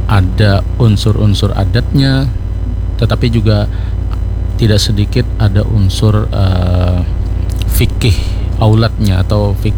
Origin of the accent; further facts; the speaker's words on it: South Kalimantan, Indonesia; itu melekat dengan lokalitas kita sebagai orang Banjar